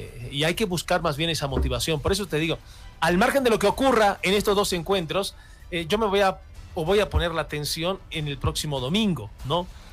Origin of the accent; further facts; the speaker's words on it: Bolivia; de que el propio boliviano